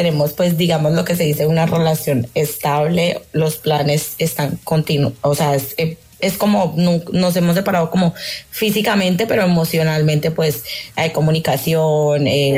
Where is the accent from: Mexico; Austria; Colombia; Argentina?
Colombia; now in Spain; Bueno, actualmente yo vivo en España, pero pues soy de Colombia.